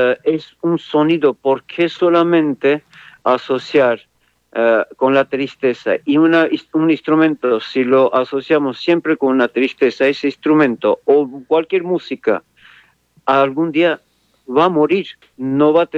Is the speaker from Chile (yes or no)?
no; Armenia; now in Córdoba, Argentina